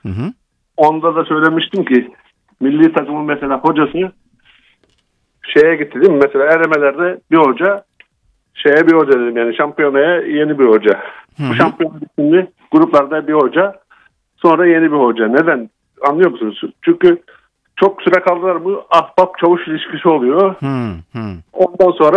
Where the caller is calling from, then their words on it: Izmir, İzmir, Turkey; İzmir'den arıyorum.